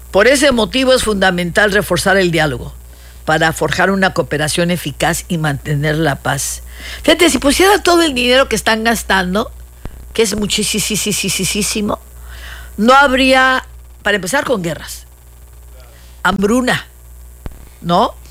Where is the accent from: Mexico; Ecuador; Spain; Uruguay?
Mexico; Ya saben lo ocurrentes que somos los mexicanos.